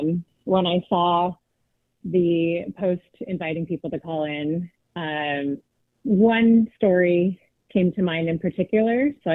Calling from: Portland, Oregon, United States; I'm from Portland, Oregon as well.

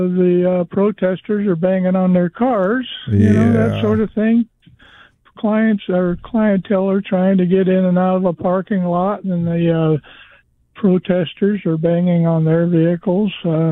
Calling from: Yucca, Arizona, United States; in Yucca.

